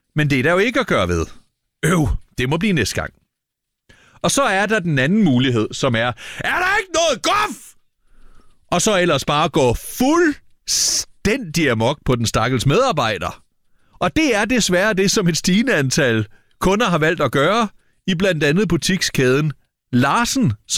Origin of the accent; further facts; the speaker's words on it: Lemvig, Central Denmark Region, Denmark; Jeg er jo fra Lemvig-området, og hvis man fortsætter forbi Lemvig og helt ud mod Thyborøn